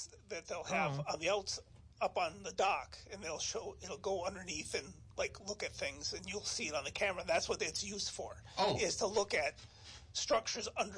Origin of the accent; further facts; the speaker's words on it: United States; moved away; I grew up 90 minutes away. I grew up in Nine River.